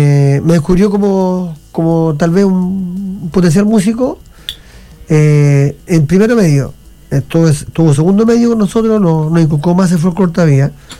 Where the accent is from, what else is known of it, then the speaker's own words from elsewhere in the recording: Navidad, O'Higgins, Chile; yo vengo de Portecillo, de esta provincia, que corresponde, digamos, a la comuna de Navidad.